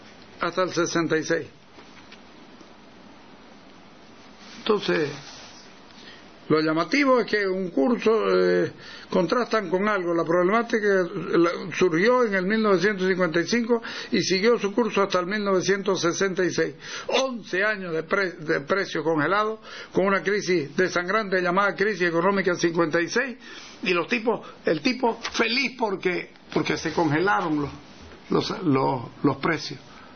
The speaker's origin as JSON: {"language": "Spanish", "region": "Santa Cruz", "country": "Bolivia", "said": "es muy difícil ser boliviano siendo cruceño. Por eso digo, Santa Cruz es mi patria, Bolivia es mi país."}